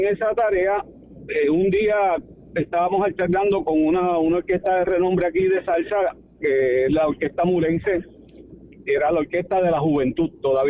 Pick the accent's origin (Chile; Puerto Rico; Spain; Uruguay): Puerto Rico; Toa Baja; Pero imagínate, un muchachito del pueblo, uh-huh, pues yo me crié en Tua Baja